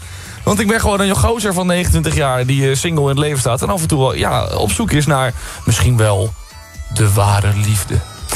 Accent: Utrecht, Netherlands; Zelf kom ik uit Utrecht.

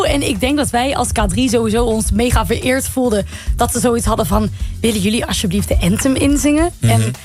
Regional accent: Holland, Netherlands; Nee, ik ben Hollandse, maar ik ben niet zo van de straat.

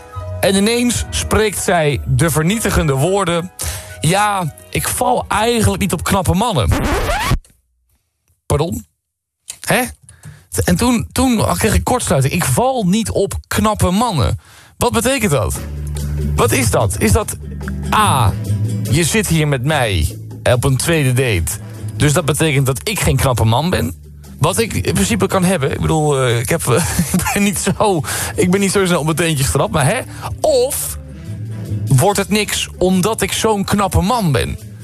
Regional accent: Utrecht, Netherlands; Zelf kom ik uit Utrecht.

